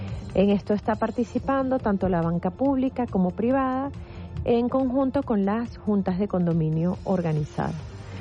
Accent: Venezuela; Es parte de lo que se espera que como venezolanos hagamos.

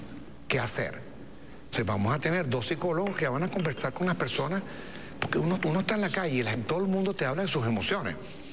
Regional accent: Venezuela; trabaje duro como somos los venezolanos, sea solidario, que eso lo tenemos los venezolanos en las venas

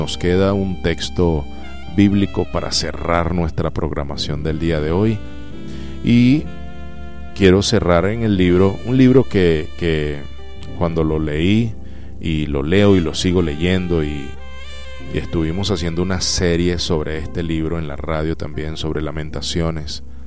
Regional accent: Venezuela; como con nacionales, como venezolanos aquí

